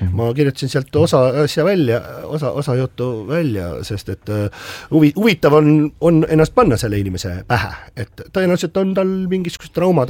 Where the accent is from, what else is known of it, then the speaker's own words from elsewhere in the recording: Harju County, Estonia; born there; et ma olen ju seal Hiiu pubi vastas on Lillepoekane kohaline maja, see on minu sünnikodu seal.